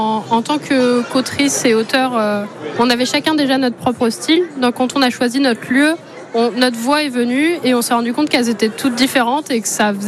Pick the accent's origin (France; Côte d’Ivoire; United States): France; Limoges, Nouvelle-Aquitaine; je suis née à Limoges